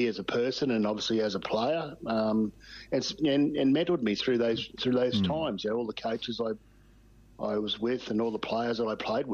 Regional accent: Queensland, Australia; I guess, pleased that, you know, I'm Australian South Sea Islander.

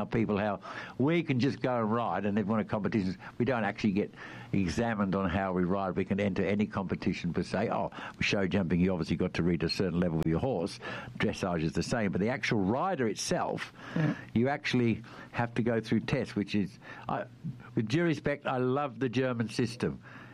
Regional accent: Australia; Do I have to have a license to go to that show being an Australian?

